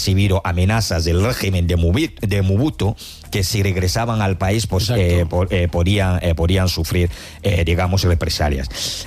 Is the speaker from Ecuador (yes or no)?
no; Cameroon; Sí, hombre. Soy de Camerún.